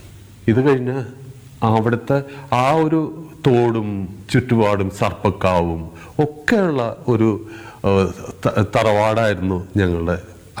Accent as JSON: {"language": "Malayalam", "town": "Kochi", "region": "Kerala", "country": "India", "tie": "born or raised there", "said": "ഞാൻ ജനിച്ചു വളർന്ന കലൂര്, ഞാൻ ജനിക്കുന്ന കാലത്ത് ഏകദേശം ഒരു ഗ്രാമപ്രദേശം തന്നെയായിരുന്നു."}